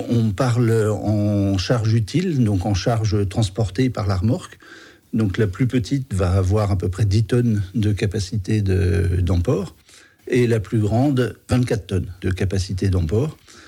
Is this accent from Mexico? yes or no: no; Orléans, Centre-Val de Loire, France; born there; now in Mayenne, France; Je suis né à Orléans il y a plus de 50 ans de cela.